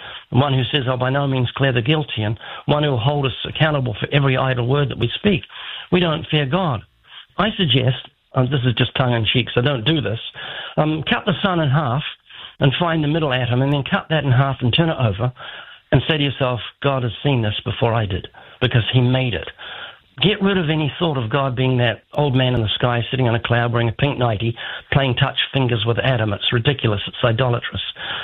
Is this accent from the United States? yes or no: no; New Zealand; born there; I was born in New Zealand.